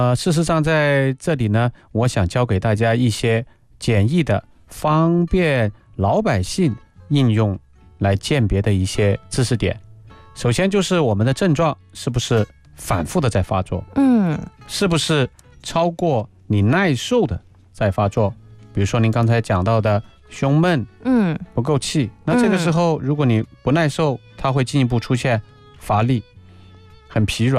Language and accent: Chinese; China